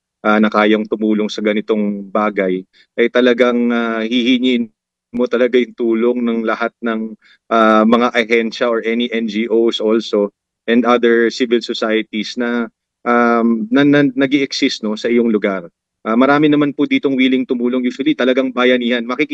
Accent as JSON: {"language": "Tagalog", "region": "Cagayan Valley", "country": "Philippines"}